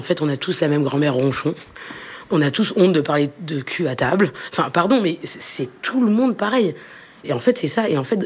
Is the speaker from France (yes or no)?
yes; France; Je pense qu'on est français et on est algérien et c'est une force et c'est une richesse